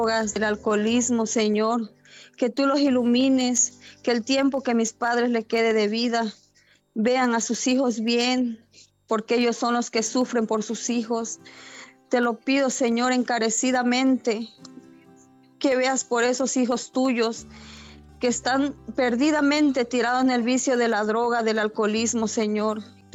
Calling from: Chiapas, Mexico; De Chiapas.

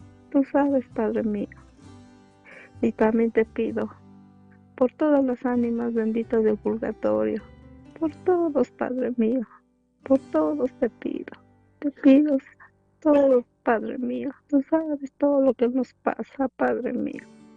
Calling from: Mexico City, Mexico; De México. De la Ciudad de México.

